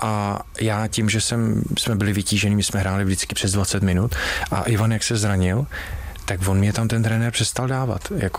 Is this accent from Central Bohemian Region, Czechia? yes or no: yes; Říčany, Central Bohemian Region, Czechia; já jsem z Říčan